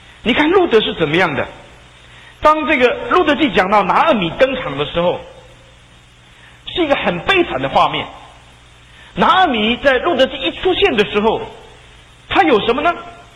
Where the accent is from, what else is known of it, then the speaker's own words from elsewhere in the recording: China; 不单是我们中国人，还有很多的弟兄姐妹